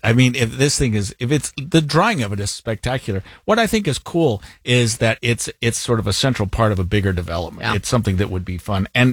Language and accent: English; Ogden Valley, Utah, United States; speaking of my hometown, Ogden Valley now, I don't even know if that's what it's called, Eden or Ogden Valley.